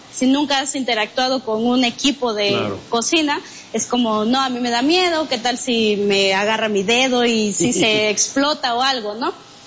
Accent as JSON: {"language": "Spanish", "town": "San Mateo Yucutindó", "region": "Oaxaca", "country": "Mexico", "tie": "born or raised there", "said": "Pues a ver cuándo se animan a ir a mi pueblo."}